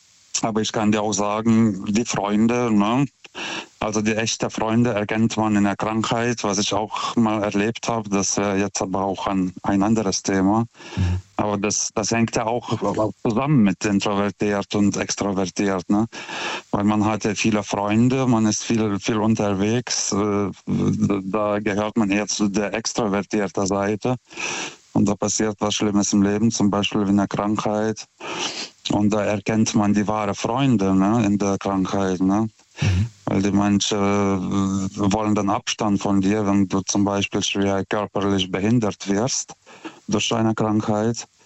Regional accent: Lithuania; now in Germany

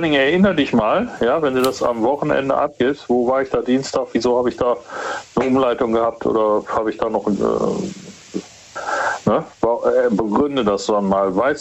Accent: Stuttgart, Baden-Württemberg, Germany

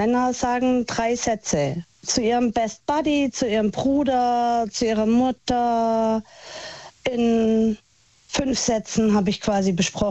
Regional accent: Baden-Württemberg, Germany; Ich komme aus dem Schwabenland und mein Herz ist Schwabe.

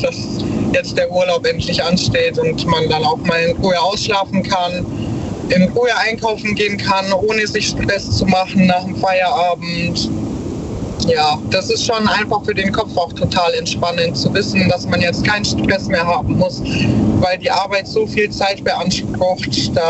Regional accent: Ulm, Baden-Württemberg, Germany; born there; Ich bin sehr gerne auch in meiner Heimat. Ich bin ja hier in Ulm auch geboren und ich bin super gerne hier.

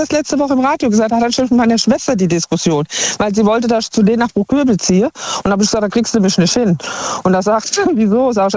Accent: Obertshausen, Hesse, Germany; also born or lived in Offenbach; ich bin ja hier geboren in Offenbach, bin 2 Jahre nach Obertshausen gezogen. Also ich kenne die Hessen nur so.

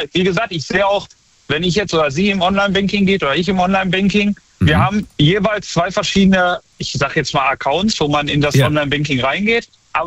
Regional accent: Unna, North Rhine-Westphalia, Germany; Ja, ich komme aus Unna, das ist bei Dortmund.

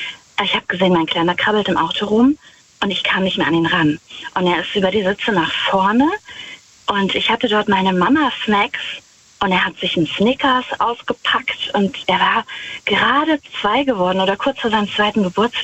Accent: Rhineland-Palatinate, Germany; Ich fahre gleich an der Abtei Himmelroth vorbei. Ich bin aus der Nähe von Wittlich.

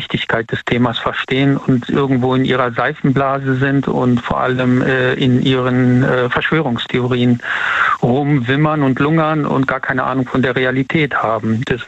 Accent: Siegburg, North Rhine-Westphalia, Germany; Ich komme aus Siegburg.

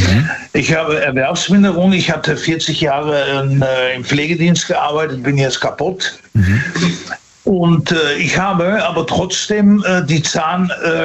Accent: Netherlands; now in Dortmund, Germany; Hallo, aus Dortmund, muss man ja immer sagen, ne? Also ich bin Holländer.

